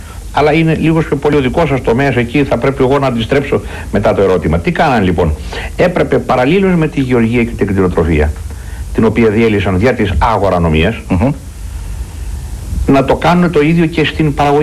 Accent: Greece

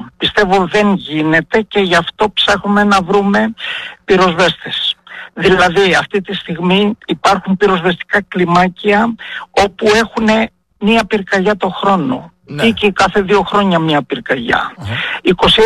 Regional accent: Epirus, Greece; εδώ στην πατρίδα μου, στην Ήπειρο, έτσι, στο νομό Ιωαννίνων

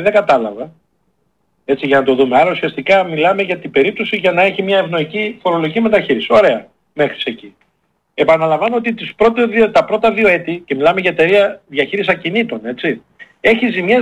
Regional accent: Florina, Western Macedonia, Greece; όταν ήμουν μικρό στη Φλόρινα

